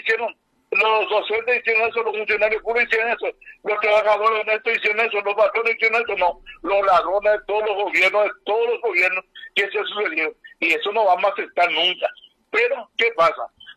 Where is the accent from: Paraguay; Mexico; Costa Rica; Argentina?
Paraguay; Y yo soy paraguayo, usted es paraguayo.